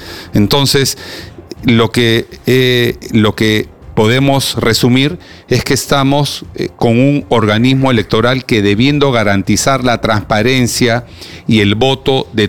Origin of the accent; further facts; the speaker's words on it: Peru; todos y cada uno de nosotros como peruanos